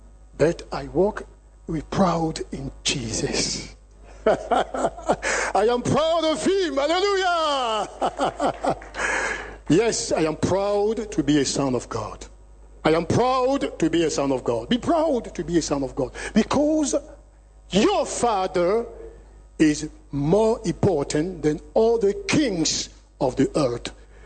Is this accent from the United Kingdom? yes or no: no; Côte d’Ivoire; now in United States; I am a citizen of Ivory Coast. I am also a citizen of the United States of America. Because I am an American. I came from Virginia, the state of Virginia.